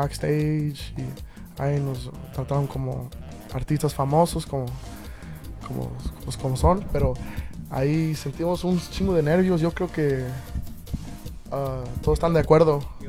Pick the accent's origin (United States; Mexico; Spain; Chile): United States; Indianapolis, Indiana; Desde que yo era muy joven, pues yo soy nacido y criado aquí en Indianápolis